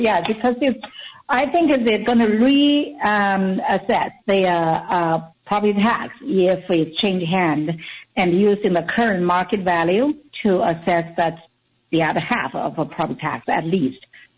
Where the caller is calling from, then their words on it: Capitola, California, United States; from Capitola.